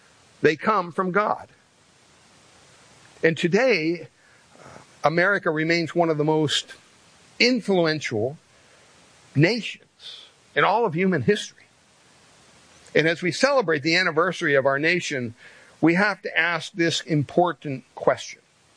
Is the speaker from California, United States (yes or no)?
no; Pennsylvania, United States; born there; my home state, Pennsylvania